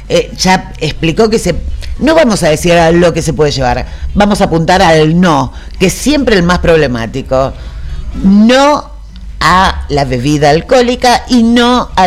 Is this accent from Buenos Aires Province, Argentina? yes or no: no; Arocena, Santa Fe, Argentina; también tenemos gente de Arocena, de mi pueblo, claro.